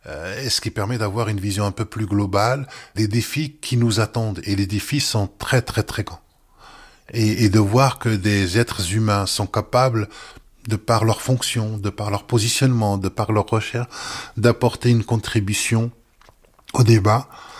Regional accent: Morocco; moved away; D'abord, c'est mon pays d'origine

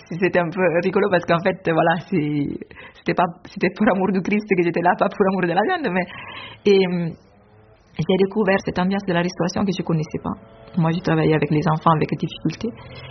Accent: Italy; French is a second language; moved away as an adult; also born or lived in Haiti; now in Paris, France; Et je suis italienne et j'ai quitté l'Italie pour entrer dans la vie religieuse en 2008.

